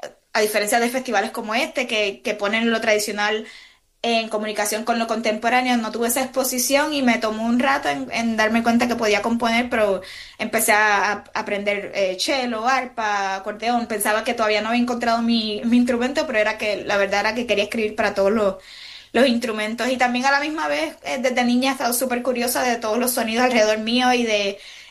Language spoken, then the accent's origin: Spanish; Puerto Rico; born or raised there; now in Brooklyn, New York, United States